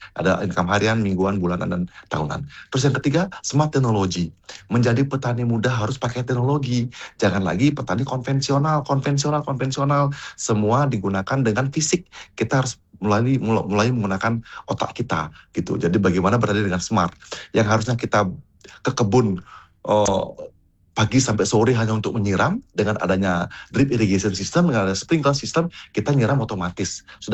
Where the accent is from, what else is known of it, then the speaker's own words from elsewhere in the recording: Bali, Indonesia; Bagaimana budaya itu menjadi fondasi kita sebagai orang Bali.